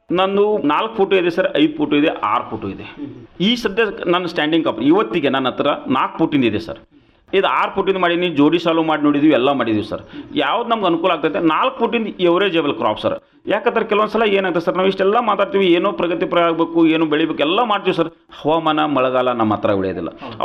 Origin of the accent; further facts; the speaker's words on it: Bijapur, Bagalkot, Karnataka, India; ನಾವು ಬಿಜಾಪುರ ಬಾಗಲಕೋಟೆ ರೈತರು